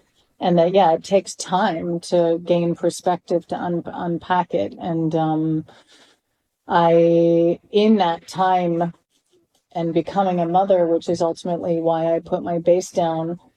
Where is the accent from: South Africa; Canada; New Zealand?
Canada; I was raised in Canada